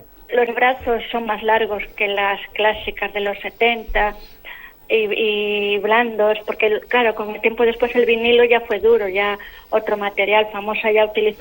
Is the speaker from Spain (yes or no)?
yes; Pontevedra, Galicia, Spain; yo soy de Pontevedra